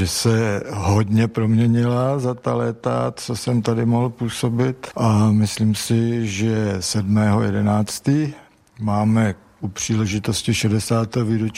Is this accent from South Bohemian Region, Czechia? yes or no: yes; Dobev, South Bohemian Region, Czechia; now in České Budějovice, Czech Republic; Spíš se člověk vzpomene na ty úplné začátky, kdy jsme dojížděli z Dobeve, kde jsme bydleli, která je vzdálena 8 kilometrů do Písku.